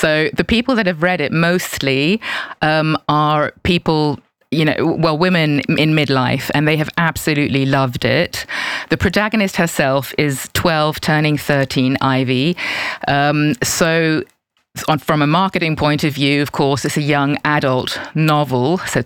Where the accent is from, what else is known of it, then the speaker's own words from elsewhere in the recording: Basel, Basel-Stadt, Switzerland; moved away; So originally I am from Basel, but I spent most of my life living as an expat.